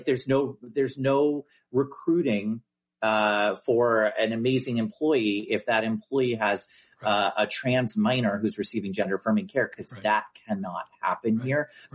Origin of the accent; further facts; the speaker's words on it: New Jersey, United States; my home state of New Jersey